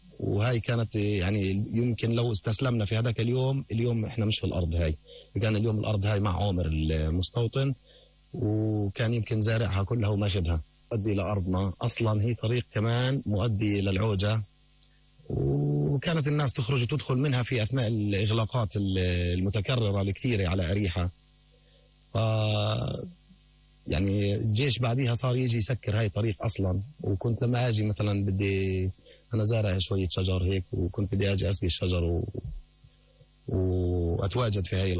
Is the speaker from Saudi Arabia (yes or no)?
no; Palestine; إذا إحنا ما حمينا أرضنا إحنا كفلسطينيين مين بده يحميها؟